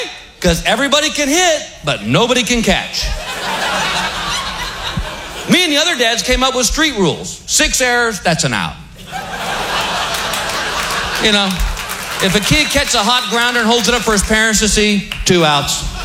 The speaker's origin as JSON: {"language": "English", "region": "Texas", "country": "United States"}